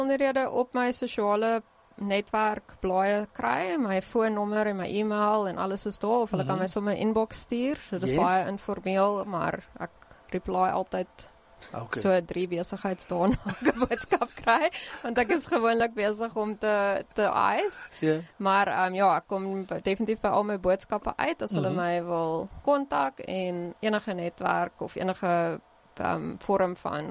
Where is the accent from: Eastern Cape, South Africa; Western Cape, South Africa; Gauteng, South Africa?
Western Cape, South Africa; Sedgefield; en ons het net Sedgefield toe geraak, ek is van Sedgefield af, en toe het ek net die video's gekyk